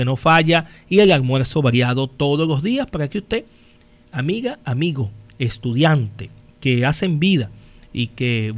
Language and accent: Spanish; Venezuela